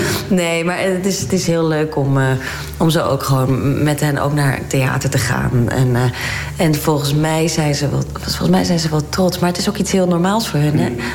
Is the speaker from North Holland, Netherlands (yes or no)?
no; Leiden, South Holland, Netherlands; ik ben in Leiden geboren. Ja. En getogen